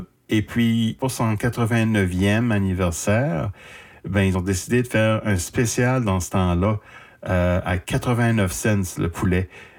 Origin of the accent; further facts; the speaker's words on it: Shippagan, New Brunswick, Canada; un groupe de jeunes originaires de Sheepagan, Nouveau-Brunswick, ma ville natale.